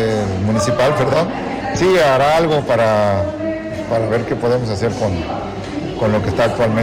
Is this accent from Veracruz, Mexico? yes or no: yes; Córdoba, Veracruz, Mexico; yo como cordobés pensé que era de nosotros los cordobeses.